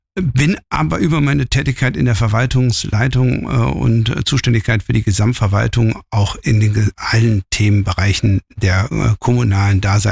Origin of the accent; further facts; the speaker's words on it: Cologne, North Rhine-Westphalia, Germany; born there; now in Georgsmarienhütte, Germany; Ja, ich bin 53 Jahre alt, komme gebürtig aus Köln, bin verheiratet, Vater von drei Kindern, lebe jetzt seit 2021 in Gemhütte